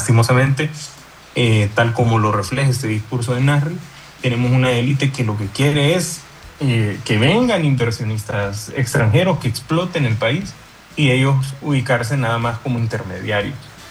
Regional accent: Honduras

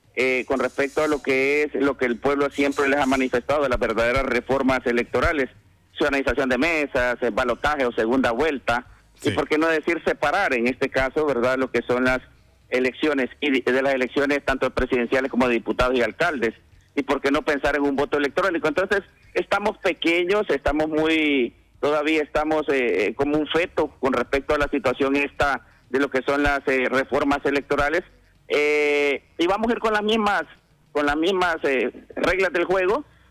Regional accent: Honduras

